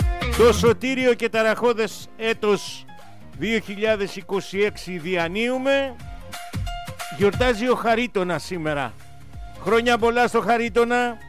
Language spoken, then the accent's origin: Greek; Nafpaktos, Western Greece, Greece; born there; now in Patras, Greece; Καλημέρα στην Αύπακτο, την γενέτηρά μου, την αρχόντισσα του Κορινθιακού, την πανέμορφη. Καλημέρα στην Αιτωλοακαρνανία, την πατρίδα μου.